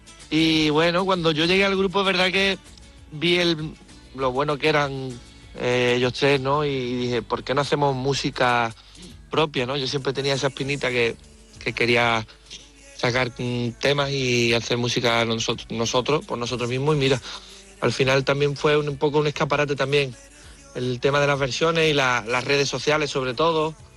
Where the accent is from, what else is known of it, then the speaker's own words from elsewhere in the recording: San Fernando, Andalusia, Spain; Además, mira, yo soy de San Fernando, pero los tres componentes del grupo son de Barbate, que es un pueblo que está cerquita, y es súper diferente.